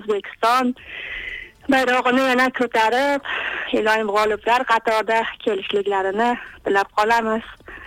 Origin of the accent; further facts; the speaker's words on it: Fergana Region, Uzbekistan; Ha, men Farg'onadan